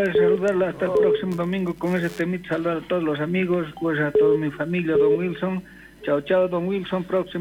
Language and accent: Spanish; Independencia, Cochabamba, Bolivia; born there; moved away; saludar a mi pueblo, provincia de Puebla, municipio de Independencia, que es Distrito 8